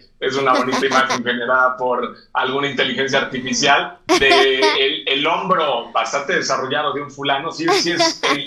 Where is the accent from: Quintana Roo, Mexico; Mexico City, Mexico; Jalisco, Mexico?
Quintana Roo, Mexico; Cancún; Cuando salía yo a jugar al básquetbol, porque en mi época todavía alcancé yo a jugar en las calles de Cancún, tú imagínate el sol en Can